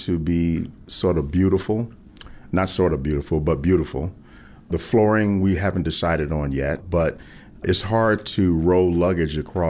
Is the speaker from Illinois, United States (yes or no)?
yes; Chicago, Illinois, United States; moved away; also born or lived in Los Angeles; You mentioned Chicago. That's my hometown.